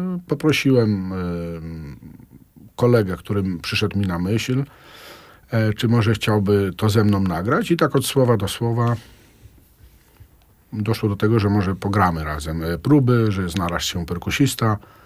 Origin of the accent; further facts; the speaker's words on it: Aleksandrów Łódzki, Łódź Voivodeship, Poland; moved away; Ja z Orków, tymczasowo, że tak powiem, służbowo, bo ogólnie zawsze byłem, jestem i będę z Aleksandrowa Łódzkiego.